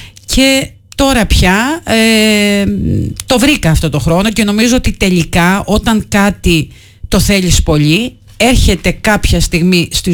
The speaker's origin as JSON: {"language": "Greek", "region": "Crete", "country": "Greece", "said": "Είμαι Κρητικιά, είμαι από νησί, δεν θα μπορούσα να ζήσω ποτέ κάπου που δεν έχει θάλασσα"}